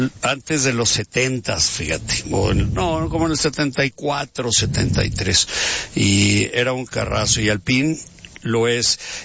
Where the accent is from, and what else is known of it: Mexico